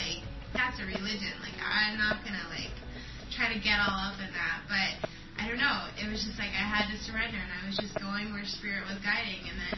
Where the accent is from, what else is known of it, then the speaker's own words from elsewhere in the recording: United States; I was raised with a spiritual background, but at the same time, like, I grew up in America.